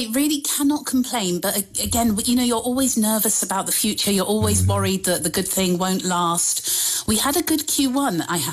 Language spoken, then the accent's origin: English; London, United Kingdom; I've always been brought up as European, you know, British, absolutely, you know, then frankly English and a Londoner